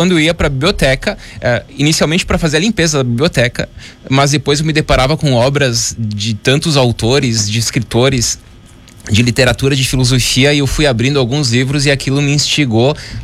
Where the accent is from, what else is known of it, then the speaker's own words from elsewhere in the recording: Roca Sales, Rio Grande do Sul, Brazil; born there; moved away; also born or lived in Coronel Pilar / Caxias do Sul; Sou de Roca Salles, nasci em Roca Salles. A minha família é de Coronel Pilar, que na época fazia parte de Garibaldi. Mas a cidade próxima onde as crianças nasciam era Roca Salles, então sou natural de lá. Mas morei muito tempo em Roca Salles também